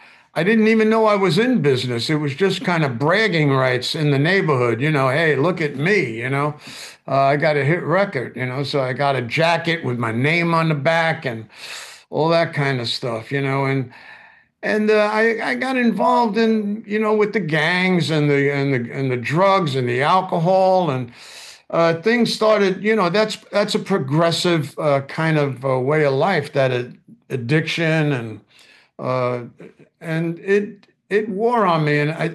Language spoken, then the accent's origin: English; Bronx, New York, United States; I grew up in the Bronx. My parents were always arguing like, 24/7.